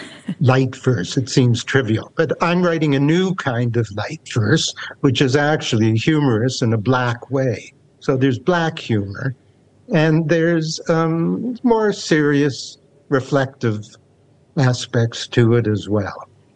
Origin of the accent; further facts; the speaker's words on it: Canada; accent: Canadian; moved away as an adult; now in Wellington, New Zealand; I've been in New Zealand 33 years, I'll never lose my Canadian accent because I came here at 42, and you don't lose an accent at that age.